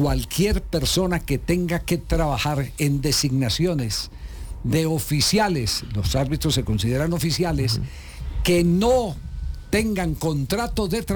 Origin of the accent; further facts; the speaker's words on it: Caldas, Colombia; La coincidencia es que es frente al equipo de mi tierra, el Once Caldas.